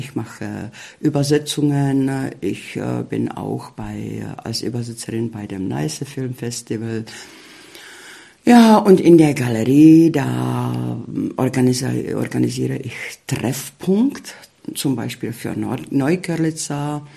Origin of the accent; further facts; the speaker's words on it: Liberec Region, Czechia; German is a second language; also born or lived in Spain; now in Görlitz, Germany; Also ich fange damit an, ich komme zwar aus Tschechien, aber sozusagen ich bin eine Oberlausitzerin, weil ich wirklich, ich bin, weil ich an der Quelle von Mandau geboren zur Welt gekommen bin.